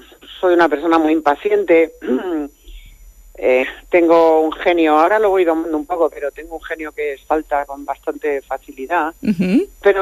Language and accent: Spanish; Spain; a mí me avergüenza como española